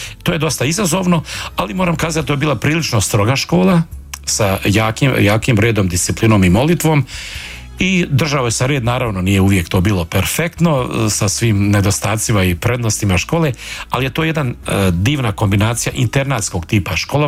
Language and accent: Croatian; Jajce, Federation of Bosnia and Herzegovina, Bosnia & Herzegovina; Onda sam se vratio u moj rodni kraj, a kod nas postoje u Jajačkoj regiji tri župe, to su Dobretići, Podmilače i Jajce.